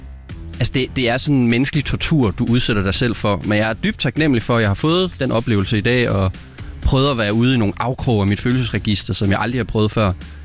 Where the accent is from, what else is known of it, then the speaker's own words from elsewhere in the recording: Viborg, Central Denmark Region, Denmark; now in Copenhagen, Denmark; København, og 10 år i, og så før det 10 år i Viborg.